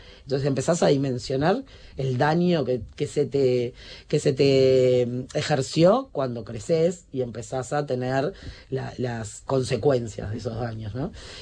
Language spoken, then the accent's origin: Spanish; Uruguay; crecí desde los 0 a los 8 años yendo cada domingo al penal de Punta de Rieles